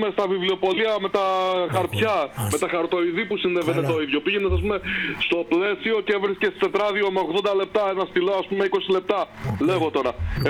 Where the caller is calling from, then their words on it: Kalamaria, Central Macedonia, Greece; από Καλαμαριά.